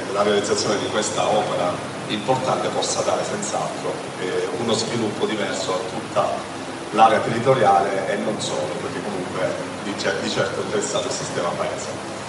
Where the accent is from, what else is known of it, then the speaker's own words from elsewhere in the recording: Sicily, Italy; essendo siciliano